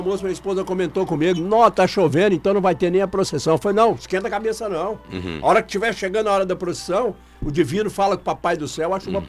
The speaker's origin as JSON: {"language": "Portuguese", "country": "Brazil", "also_born_or_lived": "Rio de Janeiro", "said": "nós somos brasileiros."}